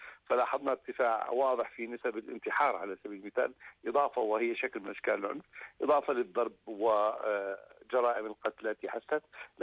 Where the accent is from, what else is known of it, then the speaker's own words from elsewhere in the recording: Jordan; منظومة القيمية لمجتمعنا الأردني